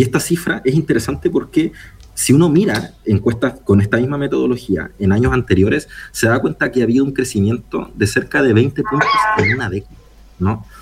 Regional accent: Chile; ¿Somos locos los chilenos?

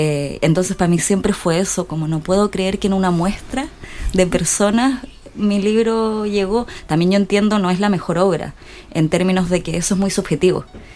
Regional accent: Santiago, Santiago Metropolitan Region, Chile; also born or lived in Quilicura; Yo soy de Santiago. Yo siempre digo que soy de Cerro Navia, que es una comuna de Santiago. ¿Sí? Donde yo nací y crecí, donde conecta un poco las imágenes de esta novela, pero también pasé mucha parte de mi vida viviendo en Quilicura. Entonces siempre rodeado en realidad de Santiago, nunca he estado muy en el centro.

